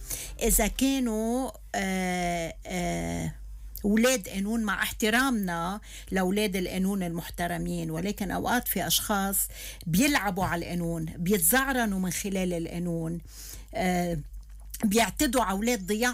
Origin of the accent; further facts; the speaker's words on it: Lebanon; بيقولوا عني لبنانية